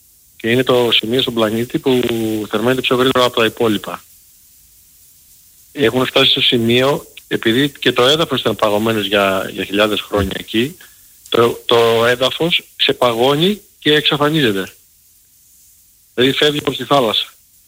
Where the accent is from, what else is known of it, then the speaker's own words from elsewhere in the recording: Patras, Western Greece, Greece; now in Chicago, United States; Έτυχε πέρυσι και ήμουν στην Ελλάδα, ήμουν στο χωριό μου στην Πάτρα